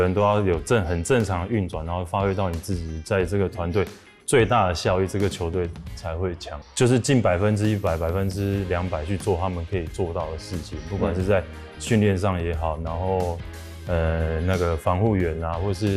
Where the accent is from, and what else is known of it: Taiwan; moved away as an adult; also born or lived in Japan